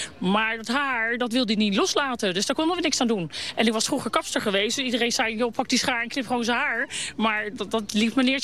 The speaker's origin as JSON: {"language": "Dutch", "town": "The Hague", "region": "South Holland", "country": "Netherlands", "said": "Ja, ik kom uit Den Haag."}